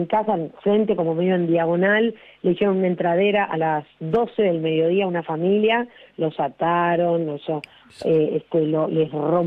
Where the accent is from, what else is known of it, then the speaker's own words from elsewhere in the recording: Quilmes, Buenos Aires Province, Argentina; mi distrito donde vivo desde que nací, porque si bien... O sea, yo nunca me fui de Quilmes, y el barrio cerrado en el que viví también era en Quilmes. Digo, siempre viví allí.